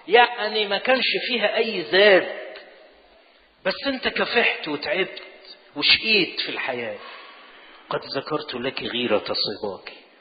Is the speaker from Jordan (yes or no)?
yes; Karak Governorate, Jordan; لأن مؤاب دي محافظة عندنا في الأردن اسمها الكرك، لسه موجودة لحد الآن